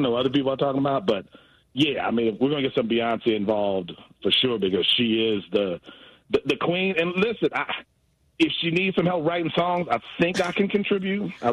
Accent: Milwaukee, Wisconsin, United States; I mean, I'm from Milwaukee.

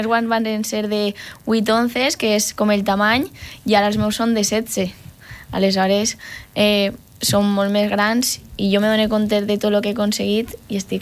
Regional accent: Benifaió, Valencian Community, Spain; jo soc de Benifaió i tinc 40 minuts de viatge.

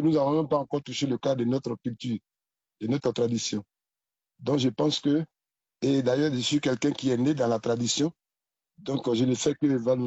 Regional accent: Toulépleu, Montagnes, Côte d’Ivoire; Et je suis fils du Cavali, précisément de Touloupleu. Et ivoirien.

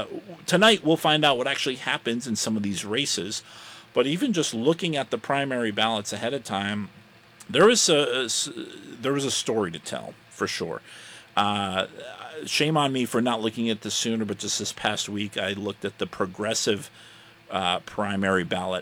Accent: Brandon, Vermont, United States; in my hometown of Brandon, Vermont.

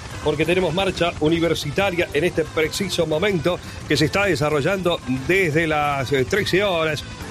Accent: Morón, Buenos Aires Province, Argentina; siempre primero, sí.

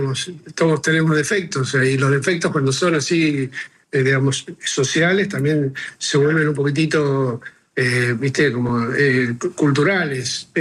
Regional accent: Buenos Aires, Argentina; soy entrañablemente porteño

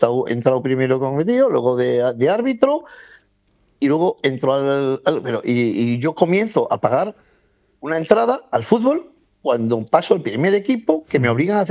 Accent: Santander, Cantabria, Spain; yo vivía, nací en Santander y viví toda mi infancia en donde está el campo de fútbol de General Dávila, del cuartel, que era un cuartel.

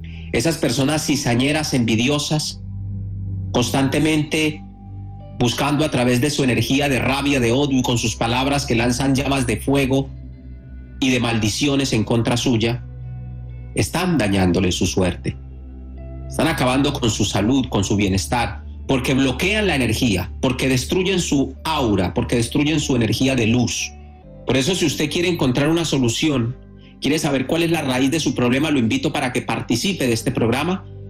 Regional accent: Catemaco, Veracruz, Mexico

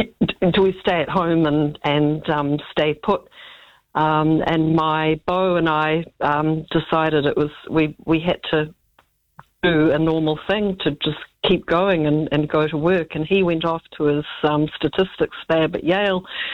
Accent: New Zealand; now in United States; I'm a New Zealander, but my first job out of school was managing a gallery in New Canaan, Connecticut

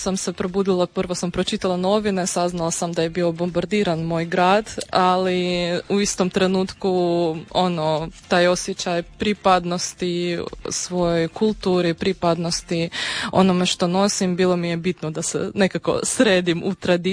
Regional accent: Odesa, Odesa Oblast, Ukraine; Croatian is a second language; now in Pula, Croatia; Ja sam iz Odese, iz grada na Crnom moru i stvarno jednog predivnog grada. U sedmom koljenu sam odesitka, moja sedam puta prabaka čak je gradila taj grad, tako da sam baš iz onog jednog predivnog ukrajinskog grada.

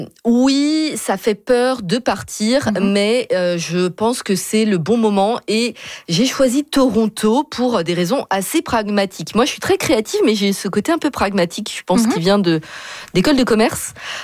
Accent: Nantes, Pays de la Loire, France; now in Ontario, Canada; Et nous, on vient de près de la, enfin, on vient de Nantes, qui est pas officiellement Bretagne, mm-hmm. et pas très loin de la Bretagne.

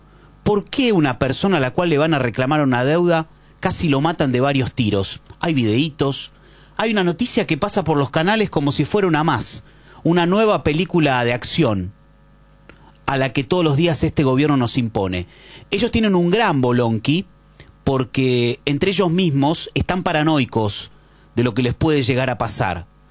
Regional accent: Argentina

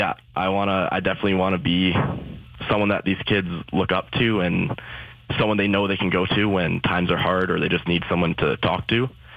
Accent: Calgary, Alberta, Canada; I'm originally from Calgary, Alberta.

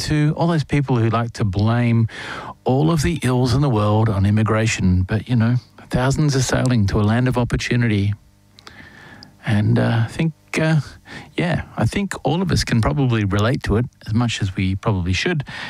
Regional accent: Australia; Wish I could speak Indonesian. Wish I could speak any other language other than Australian. That's pretty much just reflects growing up in Australia in the 70s. We didn't learn any languages.

